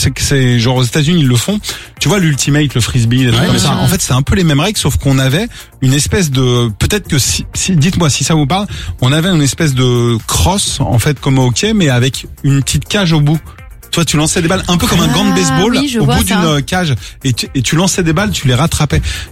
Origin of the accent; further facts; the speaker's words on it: Pays de la Loire, France; moi j'ai grandi en Vendée et dans mon école souvent on voulait faire des sports cool mais on n'avait pas forcément les moyens ou les objets.